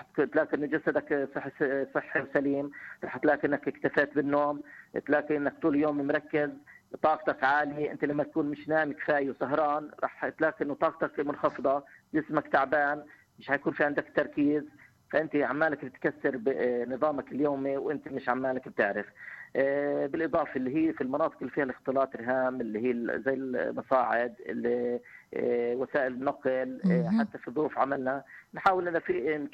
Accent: Palestine; نحن كشعب فلسطيني

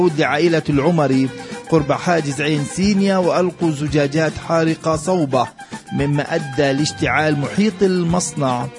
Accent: Palestine; أمور كثيرة بتتعلق بواقعنا كفلسطينيين

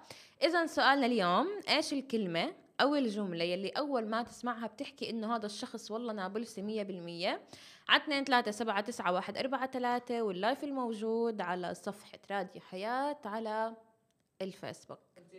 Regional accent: Nablus, Nablus Governorate, Palestine; accent: Nablusi; خلص هاي بتحسوها متعلقه تراث عندنا بنابلس.

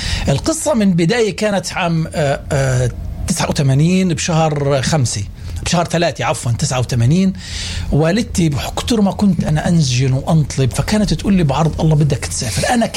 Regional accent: Gaza, Gaza Strip, Palestine; moved away as an adult; also born or lived in Bulgaria / Russia

